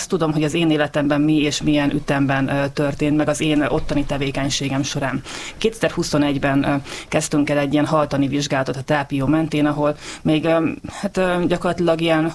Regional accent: Gyula, Békés, Hungary; born or raised there; also born or lived in Szeged

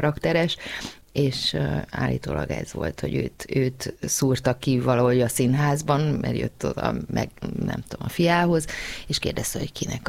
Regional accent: Transylvania, Romania; born or raised there; moved away

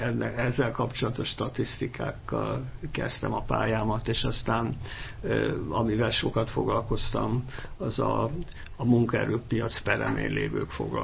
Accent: Budapest, Hungary; Ide 8. kerületben születtem, ott élek azóta is, és ilyen nagy józsefvárosi lokálpatrióta vagyok.

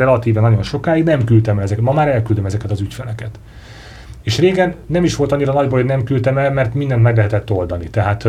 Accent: Hungary; mi magyarok vagyunk

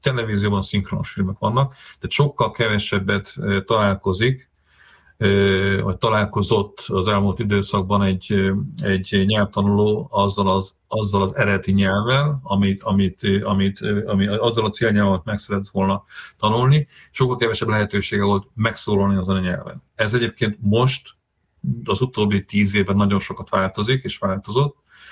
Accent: Slovakia; én felvidéki származású vagyok, tehát én azért ismerek több szláv nyelvet, hiszen olyan környezetben nőttem fel

